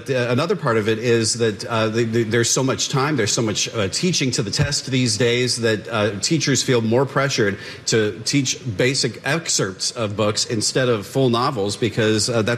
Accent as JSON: {"language": "English", "region": "Pacific Northwest", "country": "United States", "tie": "born or raised there", "said": "I grew up in the Pacific Northwest."}